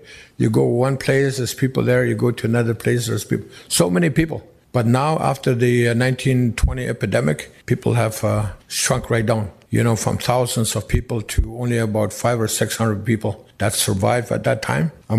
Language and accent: English; Northwest Territories, Canada; you come from Willie Day. I said, yes, I come from Willie Day. It means the Yelna River, Willie Day, and it also ties to our people.